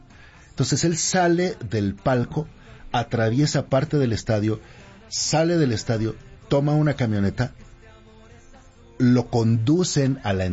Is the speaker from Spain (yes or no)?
no; Tula de Allende, Hidalgo, Mexico; moved away; Sí, venimos de Tula, Hidalgo.